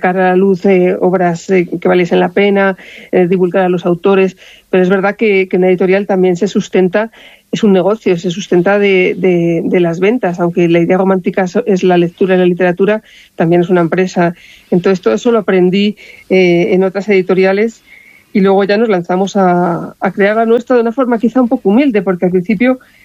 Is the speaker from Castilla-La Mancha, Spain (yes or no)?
no; Ávila, Castile and León, Spain; moved away as an adult; now in Madrid, Spain; aunque ahora estamos en Madrid, pero nuestra vinculación con Ávila sigue muy latente y lo va a seguir siendo, porque Ávila sigue siendo mi tierra, mi casa.